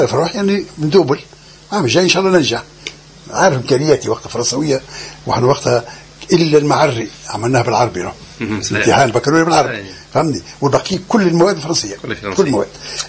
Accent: South, Tunisia; now in France; بالنسبة لي أنا من الجنوب هنا

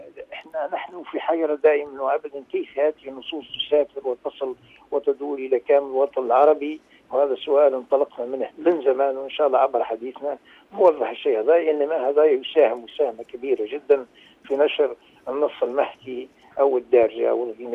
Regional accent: Medenine, Tunisia; also born or lived in Om Ettamr; أم التمر هذايا أين ولدت ثم تربيت في مدنين وقرأت دراستي الابتدائية والثانوية كلها في مدنين.

